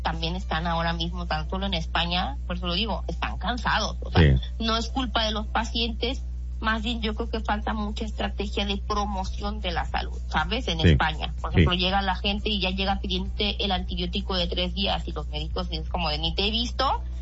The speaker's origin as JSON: {"language": "Spanish", "country": "Mexico", "moved": "yes", "lives_now": "Spain"}